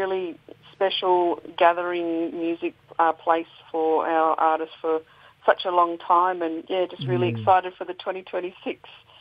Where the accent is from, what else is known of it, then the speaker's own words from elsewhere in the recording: Alice Springs, Northern Territory, Australia; born and bred in Mbantua, Alice Springs, Central Desert.